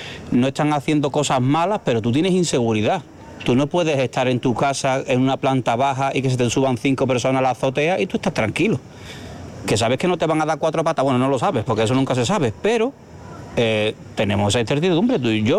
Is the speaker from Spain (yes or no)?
yes; Spain; Nosotros aquí somos españoles, nosotros somos los que defendemos nuestro sitio. Y eso es una cosa que nadie de la península comprende.